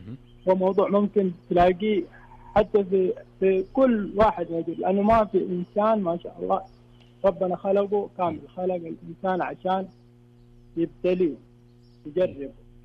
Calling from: Mecca, Makkah Province, Saudi Arabia

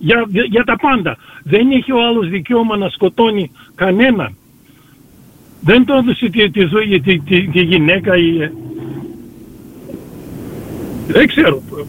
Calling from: Australia

